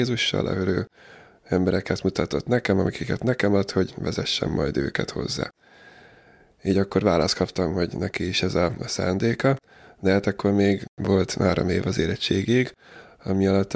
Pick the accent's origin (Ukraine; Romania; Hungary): Hungary; Dunakeszi, Pest; Dunakesziről származom, 38 éves vagyok jelenleg. Hagyományos katolikus vallásos családban születtem.